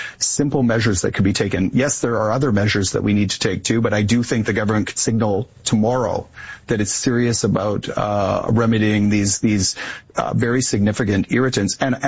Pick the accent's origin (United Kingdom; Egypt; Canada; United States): Canada; Devon, Alberta; My hometown, Devon, which was built by Esso 3 years after the, 3 years after the big discovery of Leduc number one in 1947.